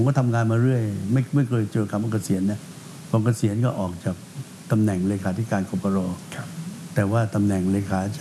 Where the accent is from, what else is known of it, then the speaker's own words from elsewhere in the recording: Phetchaburi, Thailand; ผมเป็นคนเพชรบุรี